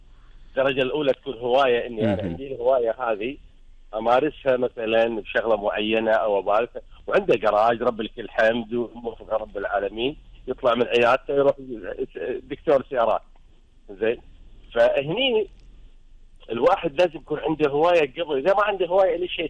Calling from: Kuwait; عندنا في الكويت هنا

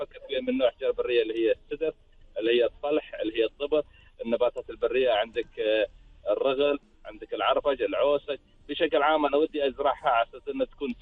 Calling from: Kuwait; وخاصه هذا عندنا في الكويت

